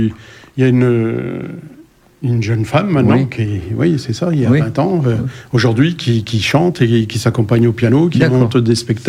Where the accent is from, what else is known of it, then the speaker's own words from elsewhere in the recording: Grand Est, France; accent: pointu, pas parisien; also born or lived in Corsica; now in Bergerac, France; moi, je viens de la région de Langres, dans l'est de la France.